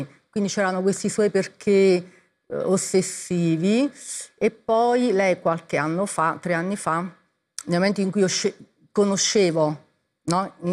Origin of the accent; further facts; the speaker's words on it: Gaeta, Lazio, Italy; delle signore di Gaeta, io sono di Gaeta